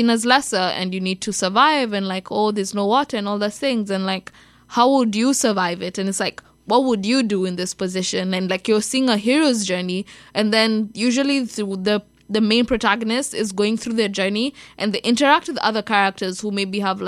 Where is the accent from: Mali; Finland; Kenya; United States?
Kenya; because Lupita Nyong'o is Kenyan and I'm Kenyan.